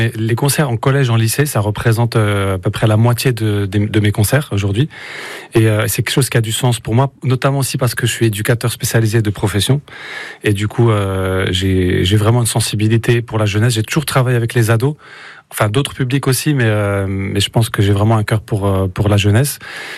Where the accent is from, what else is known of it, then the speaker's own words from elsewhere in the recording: Bethoncourt, Bourgogne-Franche-Comté, France; moi j'ai grandi à Bethoncourt, pas très loin d'ici, donc j'étais un enfant des quartiers